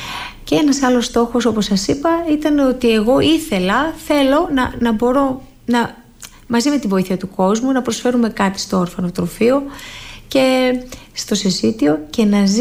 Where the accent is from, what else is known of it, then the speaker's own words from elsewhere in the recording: Corfu, Ionian Islands, Greece; Είμαι Κερκυραία, ναι.